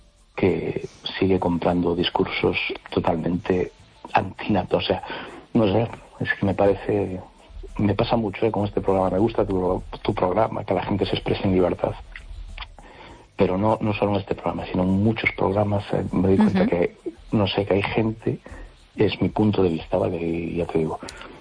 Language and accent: Spanish; A Coruña, Galicia, Spain; Hola, buenas noches. … de Coruña.